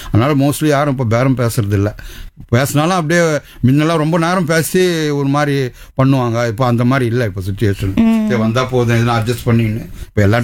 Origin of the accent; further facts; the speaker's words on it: Chennai, Tamil Nadu, India; சொந்த ஊர் சென்னை தான்.